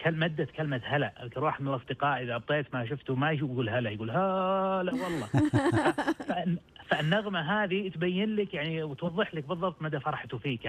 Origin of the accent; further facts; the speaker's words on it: Al-Qassim, Saudi Arabia; عندنا بالقصيم عبارة شبه اختفت الآن، يا هلا والله هم هلا.